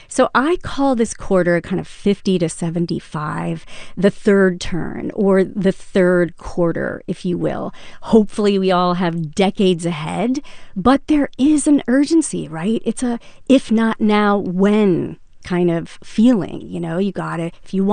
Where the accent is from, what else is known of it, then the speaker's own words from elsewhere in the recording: Louisville, Kentucky, United States; I grew up in Kentucky, in Louisville.